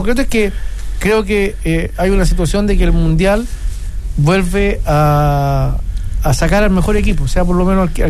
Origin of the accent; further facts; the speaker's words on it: Chile; Yo como chileno